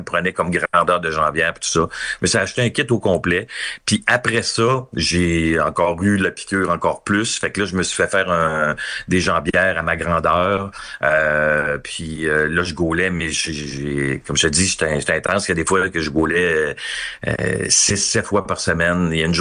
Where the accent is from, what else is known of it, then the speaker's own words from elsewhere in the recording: Quebec City, Quebec, Canada; Puis moi j'étais tellement content, j'étais un gars de Québec, fait que j'étais partisan des Nordiques